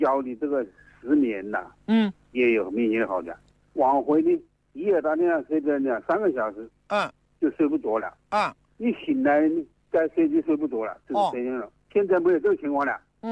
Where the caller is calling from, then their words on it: Xiantao, Hubei, China; 我是仙桃的长塘口镇雷家村。